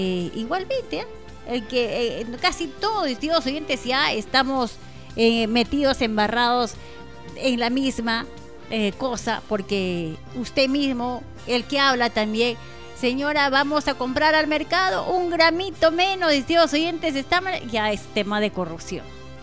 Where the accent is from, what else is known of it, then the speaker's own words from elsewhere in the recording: Peru; en nuestro país, en nuestro querido Perú